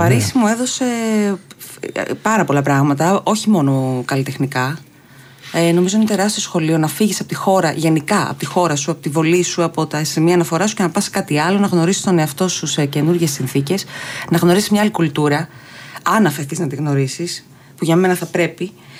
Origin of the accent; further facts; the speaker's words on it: Greece; also born or lived in Belgium; Αρχικά να πω ότι εγώ έχω μεγαλώσει εδώ. Γεννήθηκα στο Βέλγιο, η μητέρα μου στη Θεσσαλονίκη και τα λοιπά.